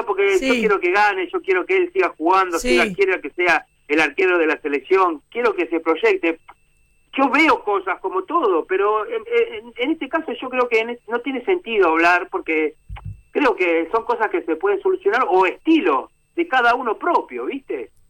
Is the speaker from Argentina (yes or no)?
yes; Argentina; Como argentinos nunca estamos conformes.